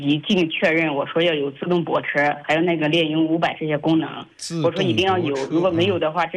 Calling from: Yunnan, China; 我是云南的朋友。

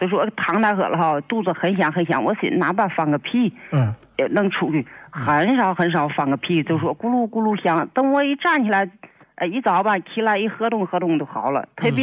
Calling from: Zhengzhou, Henan, China; 我是郑州的呢

